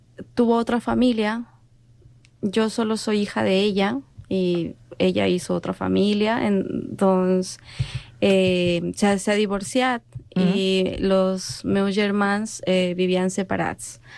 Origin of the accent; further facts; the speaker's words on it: La Paz, Bolivia; now in Sant Cugat, Spain; Soc de La Paz.